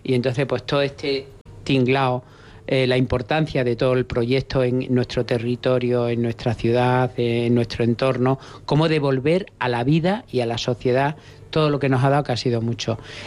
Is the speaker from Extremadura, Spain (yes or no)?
yes; Extremadura, Spain; cómo somos los extremeños, cómo comemos, cómo vivimos.